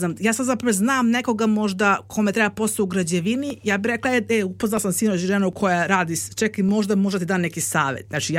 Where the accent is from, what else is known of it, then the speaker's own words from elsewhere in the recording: Belgrade, Serbia; ja sam odrasla u Brogledu na Petlom brdu, koga briga sad Petlom brdu, mislim, na kraj sveta